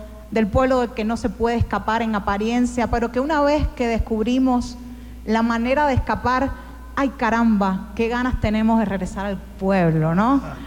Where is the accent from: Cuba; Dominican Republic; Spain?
Cuba; moved away as an adult; also born or lived in Toronto, Canada; now in Querétaro, Mexico; Y lo terminé en mi país